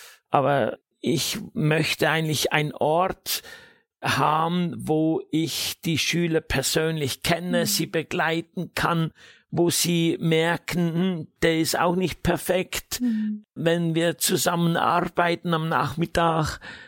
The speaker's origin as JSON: {"language": "German", "country": "Switzerland", "moved": "yes", "said": "Und jetzt sind wir hier wieder, nach fast 40 Jahren bin ich wieder in meinem Heimatland."}